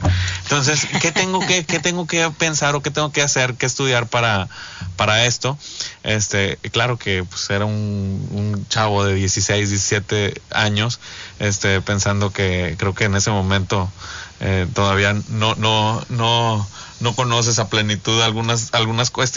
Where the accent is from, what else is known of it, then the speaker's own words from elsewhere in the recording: Ciudad Victoria, Tamaulipas, Mexico; born there; nací en Ciudad Victoria, nací en Victoria, en el Hospital General. Tengo la fortuna de ser de esta hermosa tierra.